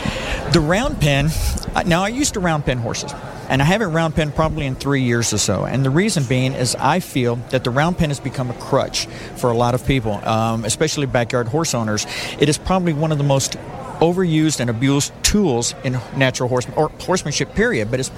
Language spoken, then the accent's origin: English; Tampa, Florida, United States; Originally from Florida. I guess we would call Tampa, Florida home, but the beach is from Florida. I'm just a Cuban beach boy.